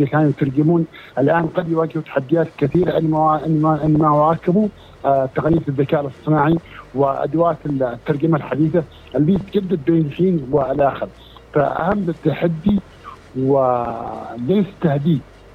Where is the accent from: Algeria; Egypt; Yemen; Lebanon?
Yemen; ايضا عندنا في اليمن المنتجات الصينية اللي موجودة في السوق،